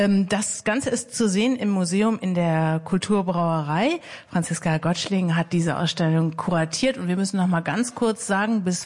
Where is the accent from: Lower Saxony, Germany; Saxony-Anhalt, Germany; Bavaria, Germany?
Lower Saxony, Germany; Osnabrück; ich komme aus der Weltstadt Osnabrück